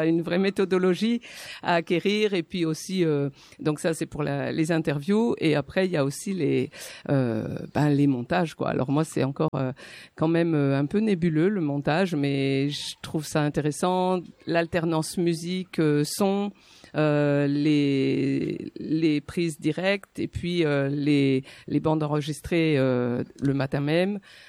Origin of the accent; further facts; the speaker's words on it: Auvergne-Rhône-Alpes, France; Alors, je viens du Cantal et j'organise des choses dans le Cantal.